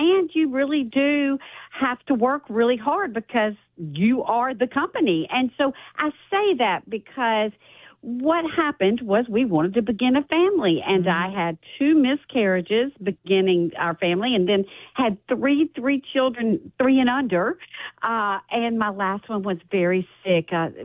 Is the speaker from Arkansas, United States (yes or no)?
no; Mississippi, United States; born or raised there